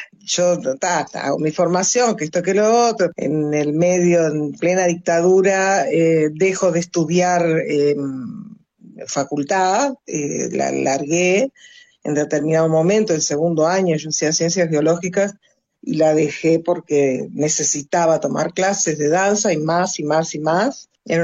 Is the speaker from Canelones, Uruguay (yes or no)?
no; Montevideo, Uruguay; also born or lived in Maldonado, Uruguay; en este momento estoy viviendo en Montevideo nuevamente, que es mi ciudad natal. Montevideo es una ciudad preciosa. Es la ciudad de una, yo creo que es el lugar, yo me siento bien en ella. Viví también 16 años en Maldonado por cuestiones de trabajo